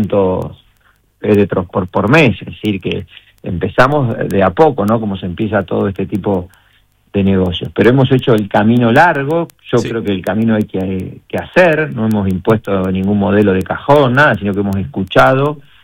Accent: Argentina; no dejamos de ser argentinos, somos argentinos

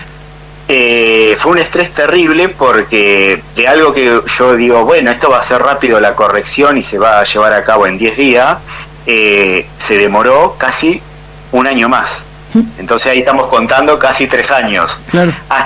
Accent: 25 de Mayo, Argentina; born there; moved away; mi madre, que vive en el interior, la ciudad de 25 de Mayo, donde yo nací.

